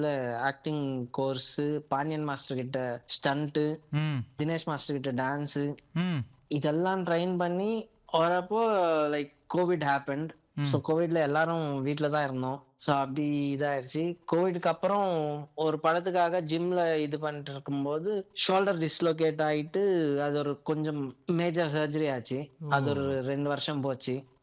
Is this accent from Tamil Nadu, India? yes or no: no; Tirupati, Andhra Pradesh, India; திருப்பதியில போய் அங்க செட்டில் ஆயிட்டாங்க. ஸோ நான் அப்பால இருந்து நான் அப்பா பிறந்து வளர்ந்தது நான் பிறந்து வளர்ந்தது எல்லாமே திருப்பதி. ஆனா பூர்வீகான்னு பாத்தீங்கன்னா மகாபலிபுரம் தான் சார்.